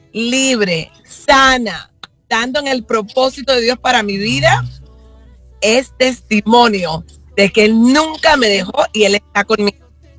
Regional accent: Puerto Rico; born there; Nací en la bella isla de Puerto Rico.

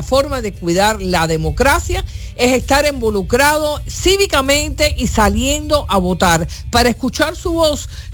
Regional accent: Cuba; soy cubana, nací en Cuba, y desafortunadamente mi pueblo, mi gente, viven en una prisión

